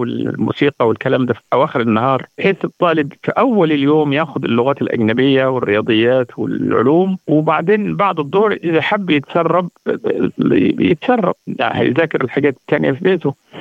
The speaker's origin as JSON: {"language": "Arabic", "town": "Shatura", "region": "Sohag Governorate", "country": "Egypt", "said": "أنا من قرية شطورة في محافظة سوهاج، من قريتي أكثر من 250 واحد واخدين دكتوراهات، وهي قرية بسيطة"}